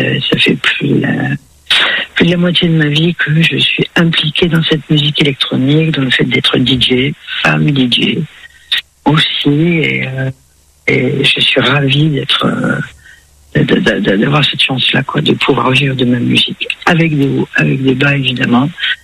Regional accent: northern France, France; now in Nébian, France

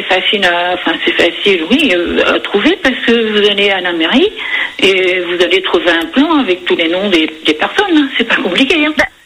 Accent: Brittany, France; moved away; Alors, moi je vous appelle, je suis originaire des Côtes d'Armor aussi.

